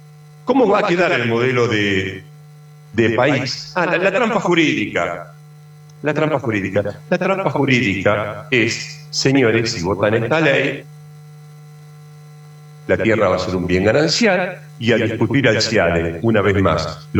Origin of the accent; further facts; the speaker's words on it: Argentina; a nosotros como argentinos